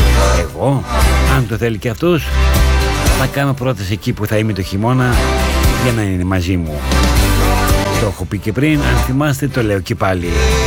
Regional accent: Greece; σαν Έλληνες που είμαστε.

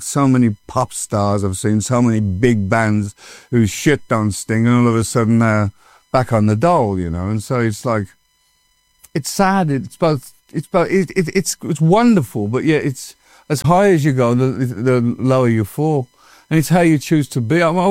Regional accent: United Kingdom; I feel very proud that I'm British.

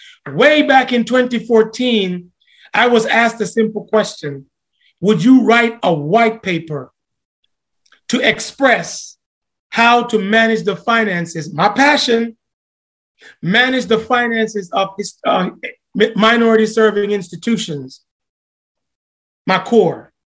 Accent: Portmore, Saint Catherine Parish, Jamaica; also born or lived in Kingston, Jamaica / Trinidad; So now I'm sitting here as an accountant, a little guy from Kingston, Jamaica, born and raised in Portmore, St. Catherine. Lived in Trinidad for 2 years.

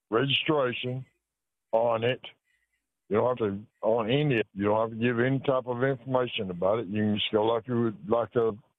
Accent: Tennessee, United States; from Tennessee, from a long-time caller.

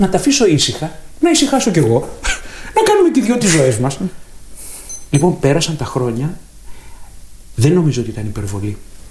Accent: Greece; Νομίζετε ότι ως Έλληνες γονείς μιλάμε πολύ?

